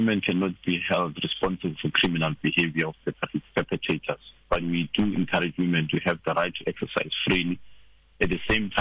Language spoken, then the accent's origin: English; South Africa; we are South African